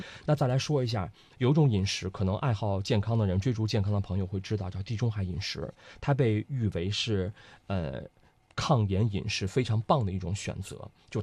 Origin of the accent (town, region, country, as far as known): China